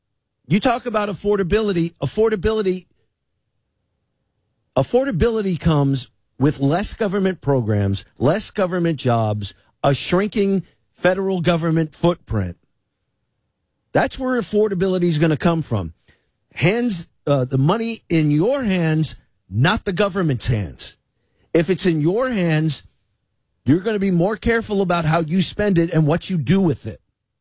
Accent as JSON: {"language": "English", "country": "United States", "said": "I'm an American."}